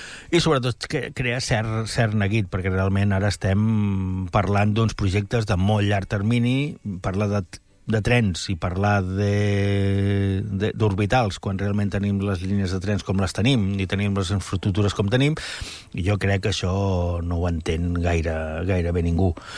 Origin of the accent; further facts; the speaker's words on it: Premià, Catalonia, Spain; persones que som de Premià, que han sigut de Premià